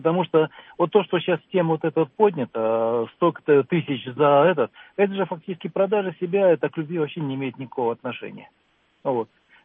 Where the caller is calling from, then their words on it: Moscow, Russia; из Москвы.